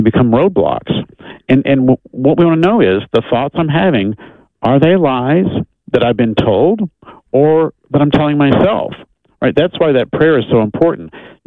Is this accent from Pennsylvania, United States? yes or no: no; Texas, United States; I'm from Texas, right? We have these Texas wild red ants.